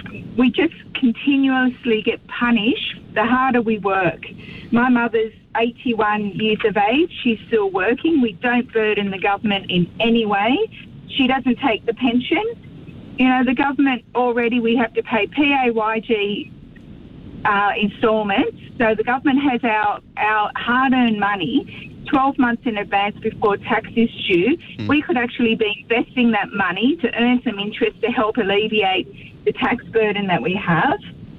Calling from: New South Wales, Australia; we're a family business in the Northern Rivers.

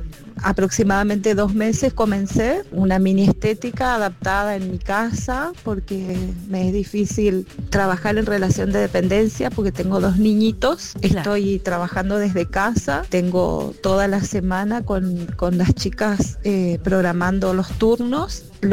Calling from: Resistencia, Chaco, Argentina; de Resistencia Chaco.

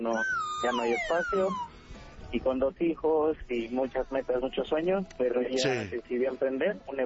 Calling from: Teoloyucan, State of Mexico, Mexico; Desde Teoloyucan, Estado de México.

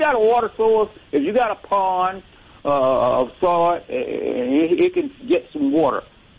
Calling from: Jackson, United States; Hey, we're in Jackson.

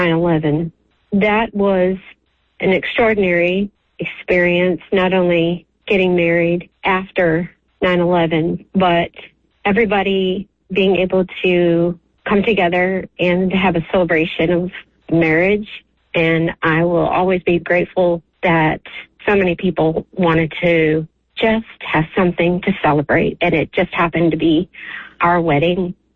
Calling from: Gallatin, Tennessee, United States; I'm calling from Gallatin, Tennessee.

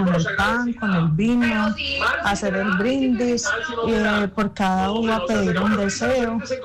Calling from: Manizales, Caldas, Colombia; los escucho desde la ciudad de Manizales.

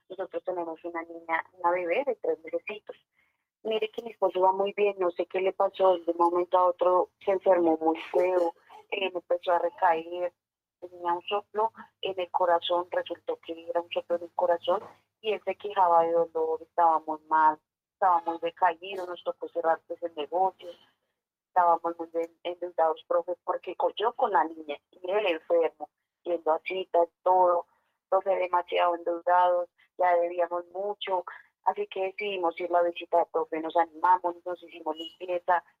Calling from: La Capilla, Boyacá, Colombia; Desde La Capilla, profe, acá en Boyacá

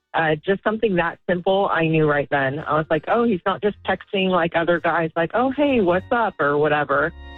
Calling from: Oakdale, California, United States; from Oakdale.

